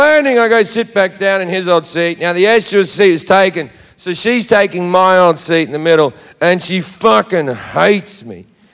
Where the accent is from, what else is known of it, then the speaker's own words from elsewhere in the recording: Australia; I'm Australian